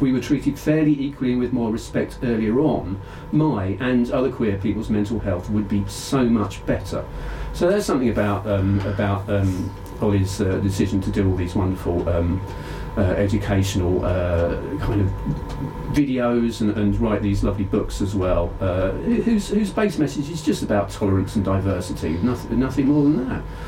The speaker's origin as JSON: {"language": "English", "town": "Rayleigh", "region": "East of England", "country": "United Kingdom", "tie": "born or raised there", "said": "Growing up in Rayleigh, Essex, in the shadow of Section 28, I spent a lot of my childhood correcting myself, trying not to give away my true identity."}